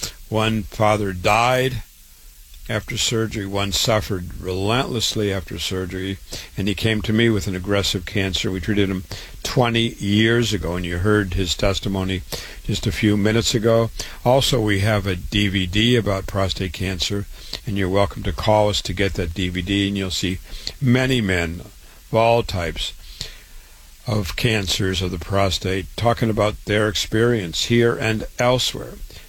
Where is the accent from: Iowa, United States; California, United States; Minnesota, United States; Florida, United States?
Iowa, United States; Waterloo; I was born and raised in Waterloo, Iowa. I went to public school, university, medical school, MD.